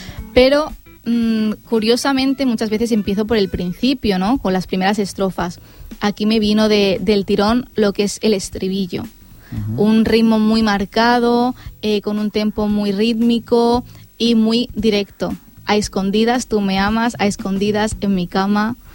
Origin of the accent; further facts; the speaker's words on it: Sant Boi de Llobregat, Catalonia, Spain; mi pueblo, ¿no? Tenemos aquí San Ramón con su ermita, sus maravillosos paisajes que vemos hasta la playa